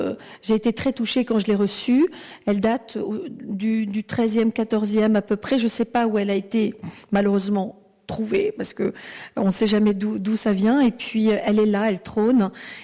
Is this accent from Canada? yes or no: no; Fronsac, Nouvelle-Aquitaine, France; born there; Oui, alors je suis née ici à Fronsac, et je dors actuellement dans la chambre dans laquelle je suis, donc c'est toute une continuité.